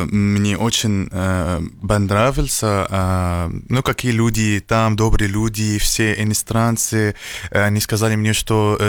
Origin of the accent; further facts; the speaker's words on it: Syria; now in United Arab Emirates; я из Сирии, живу в Эмиратах.